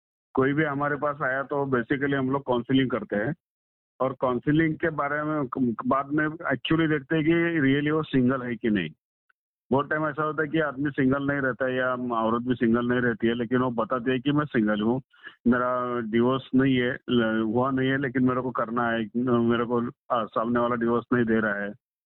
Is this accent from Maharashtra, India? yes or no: yes; Pune, Maharashtra, India; Basically मैं पुणे का रहने वाला हूँ, पुणे महाराष्ट्र से बोल रहा हूँ मैं।